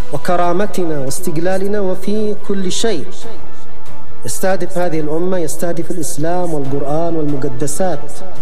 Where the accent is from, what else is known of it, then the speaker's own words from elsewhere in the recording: Yemen; نحن كشعب يمني مسلم نعي مسؤوليتنا